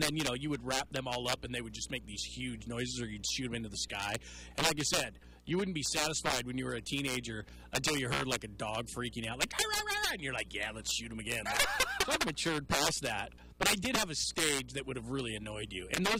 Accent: California, United States; I grew up in California, so we would do it on our little block

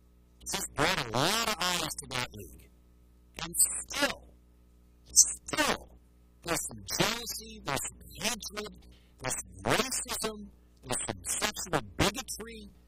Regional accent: Detroit, Michigan, United States; now in West Des Moines, United States; I'm not from here. I'm from Detroit.

